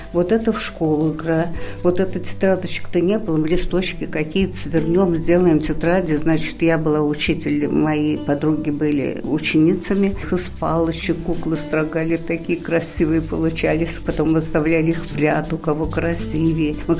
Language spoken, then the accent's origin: Russian; Balakovo, Saratov Oblast, Russia; moved away as an adult; now in Oryol Oblast, Russia; Детство прошло у меня на Волге, город Балаково, Саратовская область.